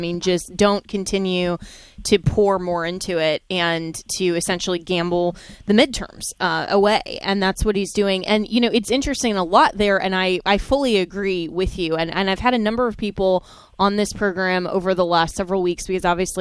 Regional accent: Florida, United States; even here in my home state of Florida

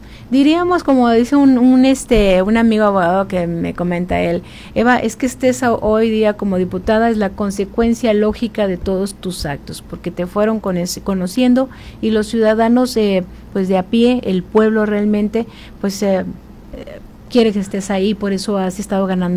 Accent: Tijuana, Baja California, Mexico; born there; yo nací aquí en Tijuana. Entiendo esto de vivir en dos países

